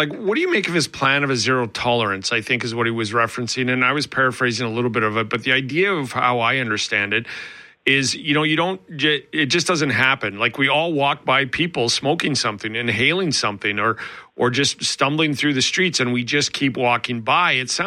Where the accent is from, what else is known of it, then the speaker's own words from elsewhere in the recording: Alberta, Canada; moved away as an adult; also born or lived in British Columbia; now in Manitoba, Canada; I was born in Southern Alberta, raised. I worked in Northern Alberta right out of college. I then moved to BC